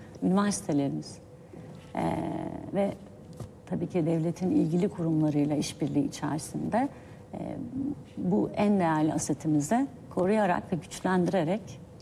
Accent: Antalya, Turkey; Ben Antalyalıyım. Antalya deyince aklınıza ne gelir? Turizm gelir, tarım gelir. Hani bir sanayi şehri gelmez.

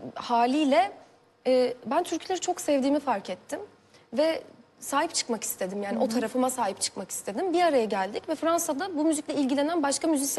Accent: Istanbul, Turkey; born there; Kesinlikle Anadolu'ya, İstanbul'a ve Anadolu'ya ait hissediyorum kendimi. İyi ki burada doğmuşum diyorum.

